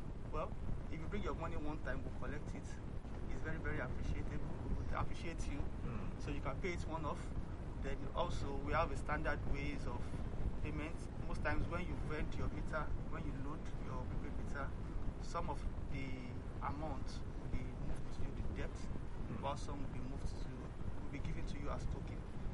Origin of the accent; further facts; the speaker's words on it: Nigeria; as a Nigerian